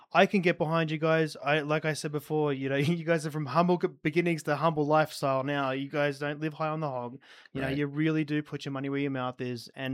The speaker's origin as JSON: {"language": "English", "country": "Australia", "said": "I'm from Australia."}